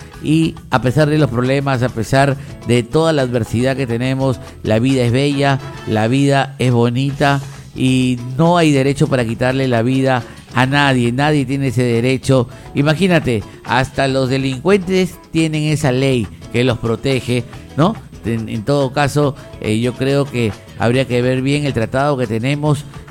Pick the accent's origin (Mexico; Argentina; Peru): Peru; ciudadano responsable que somos todos los peruanos